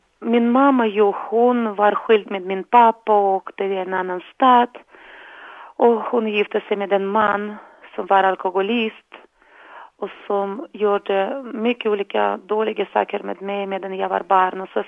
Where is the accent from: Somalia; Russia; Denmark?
Russia; Swedish is a second language; now in Sweden; Från Ryssland.